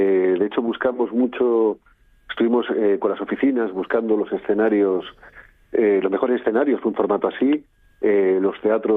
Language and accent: Spanish; Canary Islands, Spain; now in Basque Country, Spain; soy un canario, llevo muchos años viviendo en Euskadi, pero soy canario, ¿no?